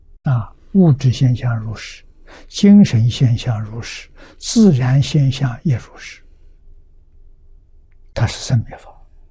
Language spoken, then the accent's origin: Chinese; China; 真如，我们中国人知道。